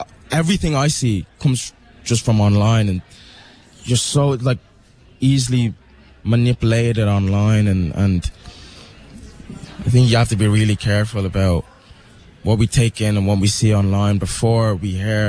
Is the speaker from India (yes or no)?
no; Dublin, Leinster, Ireland; being a black Irish man and growing up in Dublin.